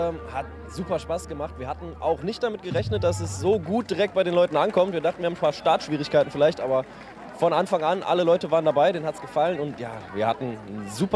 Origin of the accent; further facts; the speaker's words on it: Duisburg, North Rhine-Westphalia, Germany; wir kommen ja alle aus Duisburg